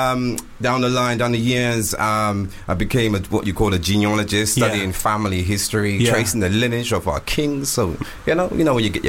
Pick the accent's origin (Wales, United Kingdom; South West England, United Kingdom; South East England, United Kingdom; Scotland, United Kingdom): South West England, United Kingdom; Bristol; moved away as an adult; now in London, United Kingdom; I came up from Bristol to London to pursue my music career, to get into the music scene, the hip-hop scenes. That's my background.